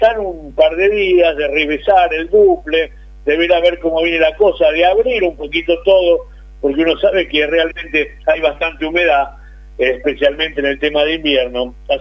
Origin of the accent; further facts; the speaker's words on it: Buenos Aires Province, Argentina; aquellos que venimos de Gran Buenos Aires